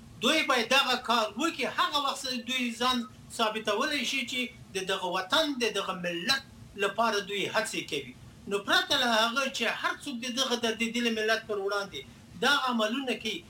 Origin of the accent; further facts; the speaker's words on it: Afghanistan; یعنی که زه یم افغان یم، بیا مسلمان یم، بیا انسان یم، بیا پښتون یم، زه د خپل ملت ملاتړ کوم او د خپل وطن ملاتړ کوم